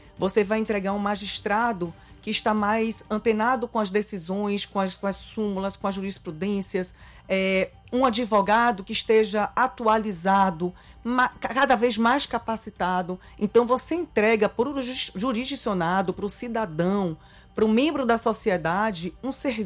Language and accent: Portuguese; Bahia, Brazil; now in Ceará, Brazil; Eu cheguei da Bahia ontem à noite, já estou aqui hoje de manhã com vocês, com muita alegria, muito entusiasmo. A Bahia é uma terra incrível, uma terra maravilhosa, minha terra natal, mas o Ceará me acolheu